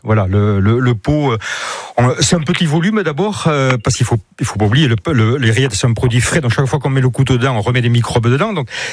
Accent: Landes, Nouvelle-Aquitaine, France; accent: south-west; now in Sarthe, France; quand je redescends dans ma région, dans mes landes d'origine

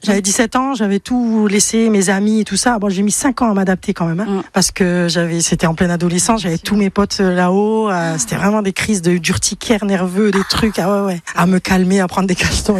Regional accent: Bayonne, Nouvelle-Aquitaine, France; j'ai 50 ans. Et je suis de Bayonne.

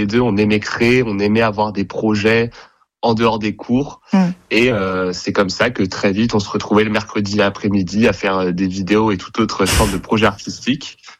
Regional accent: Nantes, Pays de la Loire, France; Eh bien, on s'est rencontrés tous les deux en classe de 4e à Nantes.

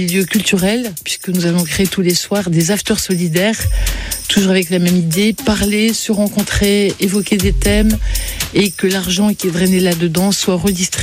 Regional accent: Lille, Hauts-de-France, France; je suis lilloise et citoyenne engagée.

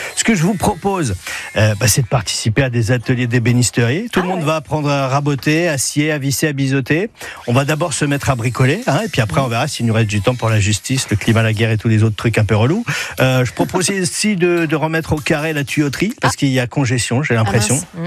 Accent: France; Alors, étant donné que moi aussi, je suis Français, j'ai réfléchi à mon programme, évidemment.

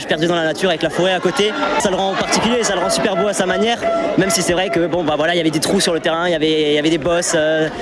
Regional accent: Grand Est, France; je viens d'Alsace

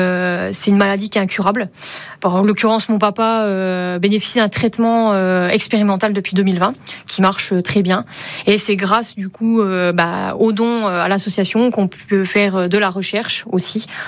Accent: Colombier-Fontaine, Bourgogne-Franche-Comté, France; On est originaire du village de Colombier-Fontaine.

